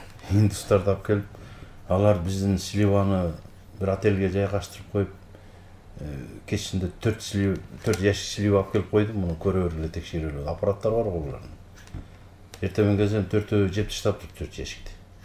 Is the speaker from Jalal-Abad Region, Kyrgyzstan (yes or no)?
no; Urmaral, Talas Region, Kyrgyzstan; Мен өзүм эле тиги мекенимди, төрөлүп өскөн жеримди айтайын, мен өзүм Таластан болом, Бакаяты районунун Үрмарал деген айылданмын.